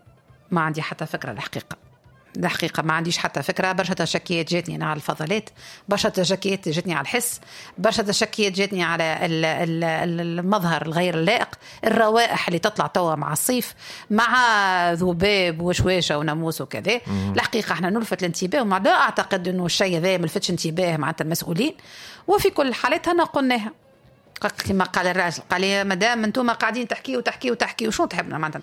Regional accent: Tunisia; نتكلموا بلهجتنا التونسيه

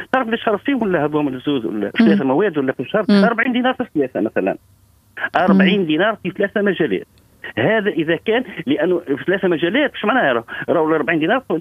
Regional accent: Tunisia; accent: Tunisian; هذه نحكي لك باللهجة التونسية نتاعي.

